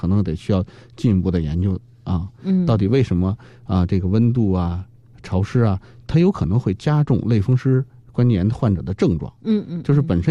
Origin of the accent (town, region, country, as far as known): China